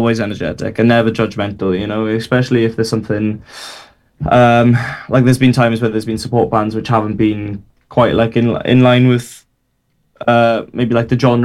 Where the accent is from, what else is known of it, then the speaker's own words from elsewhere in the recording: Burry Port, Wales, United Kingdom; Burryport, my hometown